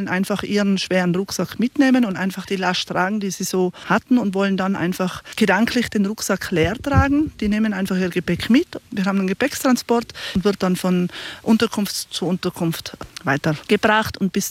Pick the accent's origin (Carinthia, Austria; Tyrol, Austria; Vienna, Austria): Tyrol, Austria; Lech Valley; Ich bin Lechtalerin und bin im Lechtal aufgewachsen